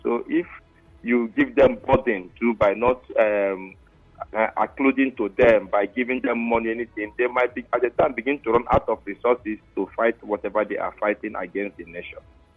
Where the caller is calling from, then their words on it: Nigeria; I am a Nigerian